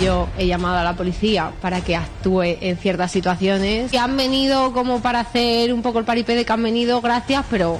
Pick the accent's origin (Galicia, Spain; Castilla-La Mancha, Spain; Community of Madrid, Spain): Community of Madrid, Spain; Madrid; tengo 29 años, soy de Madrid